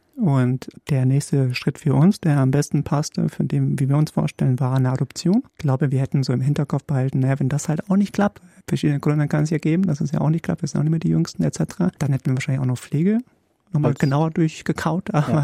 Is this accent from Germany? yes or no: no; Poland